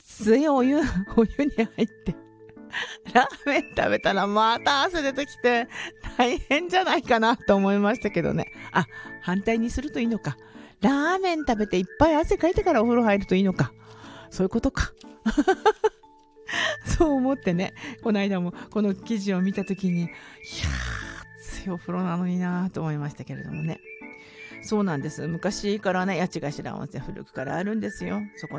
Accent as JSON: {"language": "Japanese", "town": "Hakodate", "region": "Hokkaido", "country": "Japan", "tie": "born or raised there", "said": "私の出身地函館の八千頭温泉、八千頭青柳町からもっと先で立町岬とかがあるところの最後"}